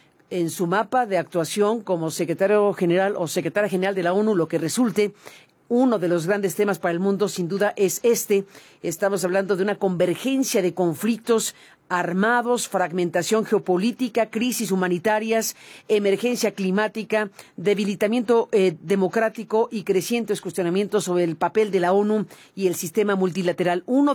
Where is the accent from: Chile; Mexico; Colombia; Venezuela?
Mexico; esta invitación que se nos hizo a … Noticias y a mí como periodista mexicana